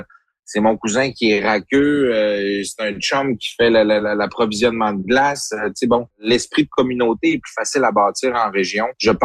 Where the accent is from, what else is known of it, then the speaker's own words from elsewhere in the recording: Saguenay, Quebec, Canada; moi, je viens de Chicoutimi, toute ma famille est ici.